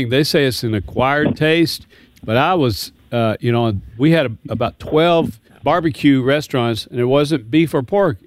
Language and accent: English; Kentucky, United States; I grew up in Kentucky. One of my daughters said she had wanted a swig of something, and everybody laughed at her at school.